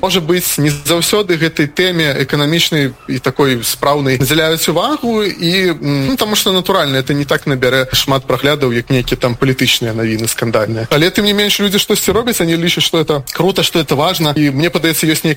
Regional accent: Belarus; да и мы, белорусы, по менталитете, как бы такие тихие некие.

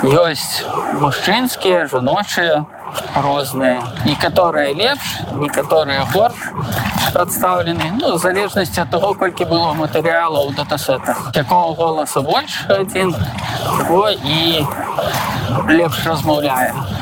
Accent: Kletsk, Minsk Region, Belarus; Ось я з Клецку там паказваецца на мапе. Ось у нас тут такое маўленне.

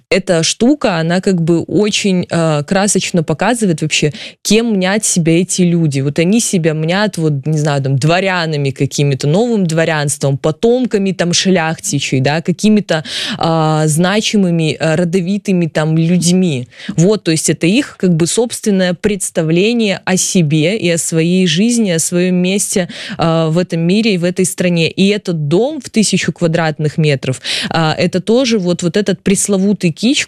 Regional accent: Belarus

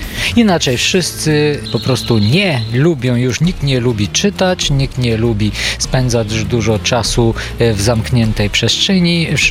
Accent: Bulgaria; moved away as an adult; now in Lublin, Poland; Jestem Bułgarem, ale od 2011 roku już na stale związany jestem z Lublinem.

